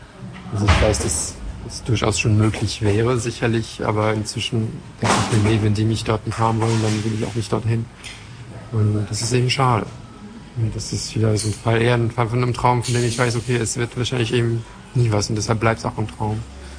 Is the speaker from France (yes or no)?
yes; France; German is a second language; now in Germany; ich war halt letzten Monat in Frankreich, in Urlaub bei meinen Eltern, weil ich komme ja aus Frankreich ursprünglich.